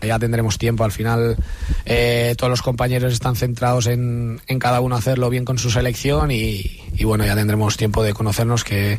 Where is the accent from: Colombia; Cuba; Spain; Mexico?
Spain; Alella, Catalonia; born there